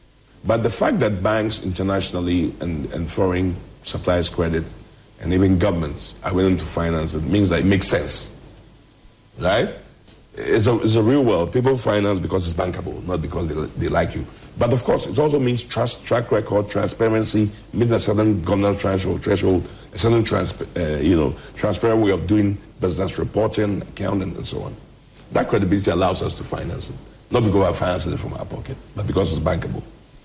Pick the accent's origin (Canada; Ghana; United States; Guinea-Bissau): Ghana; I don't see myself as only Ghanaian. I see myself as African.